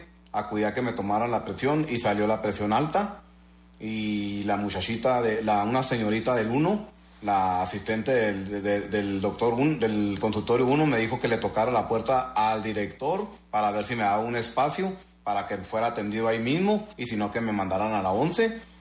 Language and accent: Spanish; Delicias, Chihuahua, Mexico; Yo soy un ciudadano de Delicias, Chihuahua, originario y nacido aquí.